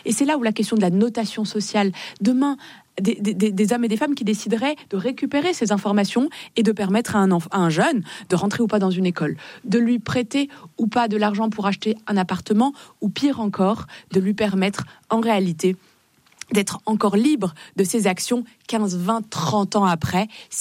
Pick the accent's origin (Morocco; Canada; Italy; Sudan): Morocco; born or raised there; now in France